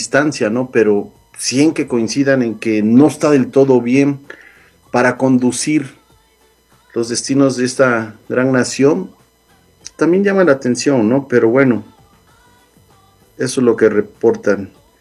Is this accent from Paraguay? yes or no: no; Yautepec, Morelos, Mexico; de donde yo soy, del municipio de Yautepec